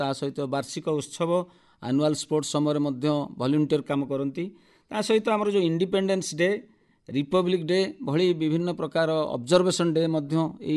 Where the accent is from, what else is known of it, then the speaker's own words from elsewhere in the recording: Odisha, India; ଏବଂ ଏହା ସହିତ ଆମେ ଓଡ଼ିଆ ହିସାବରେ ମହାପ୍ରଭୁ ଶ୍ରୀ ଜଗନ୍ନାଥଙ୍କର କୃପା, ସେହି ଜଗନ୍ନାଥଙ୍କର ସଂସ୍କୃତି